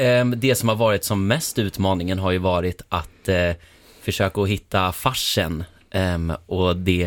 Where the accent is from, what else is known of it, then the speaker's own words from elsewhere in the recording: Gustavsberg, Stockholm County, Sweden; moved away as an adult; also born or lived in Skåne; now in Blekinge, Sweden; jag är ju från Gustavsberg utanför Stockholm. Mm. Så ja, sen har jag bott i Skåne i 5 år